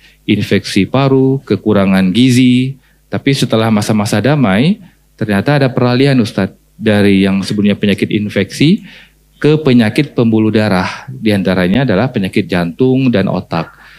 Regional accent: Padang, West Sumatra, Indonesia; moved away; Dulunya asli orang Padang, Ibu semua, di Sumatera Barat.

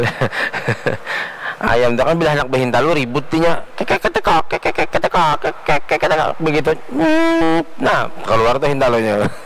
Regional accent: South Kalimantan, Indonesia; Ini apa aja kami Banjar tuh tanah bangkang-bangkang, Pak.

